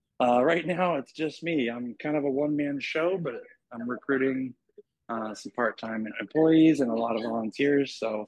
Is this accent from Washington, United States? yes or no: yes; Chehalis, Washington, United States; I just moved back to Washington. I am a Washington native, born and raised in Chehalis